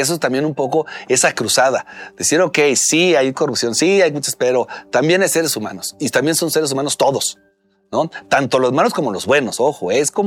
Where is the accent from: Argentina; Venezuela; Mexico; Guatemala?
Mexico; Y eso me hace sentir orgulloso como mexicano